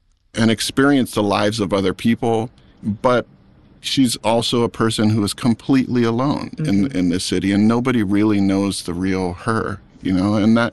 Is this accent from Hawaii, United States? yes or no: yes; Maui, Hawaii, United States; born or raised there